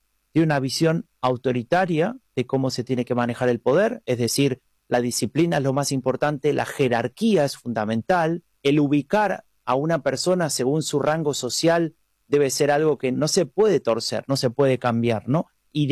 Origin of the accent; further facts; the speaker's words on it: Argentina; Yo soy argentino, entonces también entiendo que esas diferencias de derecha e izquierda a veces cuesta utilizarlas para explicar problemas del día a día, ¿no?